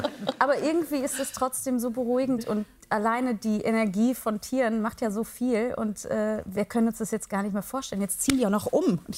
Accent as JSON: {"language": "German", "town": "Heinsberg", "region": "North Rhine-Westphalia", "country": "Germany"}